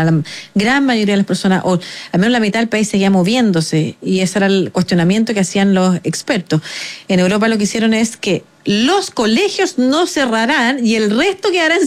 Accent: Concepción, Biobío, Chile; now in Santiago, Chile; Yo soy no tan del sur de como Valdivia, soy de Concepción

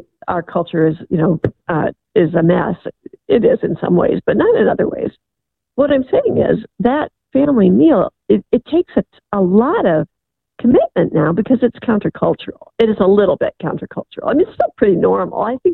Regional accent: Midwest, United States; I mean, especially I grew up in the Midwest.

